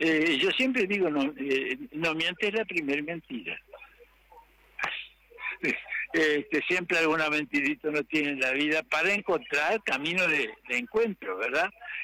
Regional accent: Tranqueras, Rivera, Uruguay; Bueno, y acá Tranqueras se logró una cantidad enorme de cosas, porque además era mi pueblo natal.

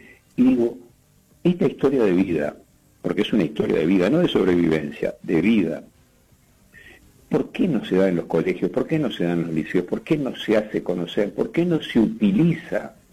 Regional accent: Uruguay; tú sabes que soy el único uruguayo.

